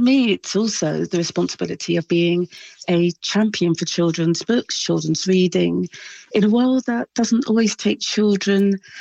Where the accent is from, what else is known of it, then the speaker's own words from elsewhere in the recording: Brighton, South East England, United Kingdom; So I grew up in Brighton in the 1970s. I was privately fostered.